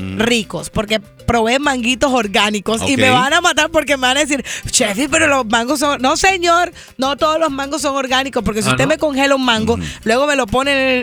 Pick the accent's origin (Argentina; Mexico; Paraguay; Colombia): Colombia; yo como colombiana pido permiso.